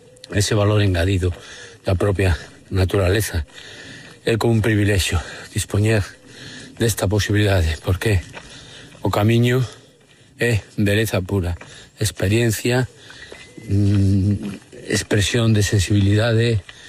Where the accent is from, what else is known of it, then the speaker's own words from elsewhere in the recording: Galicia, Spain; eu como galego me reforza dun xeito moi especial